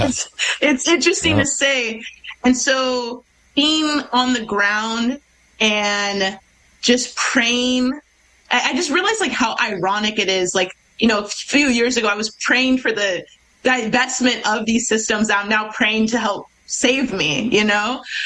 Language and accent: English; United States; my privilege as an American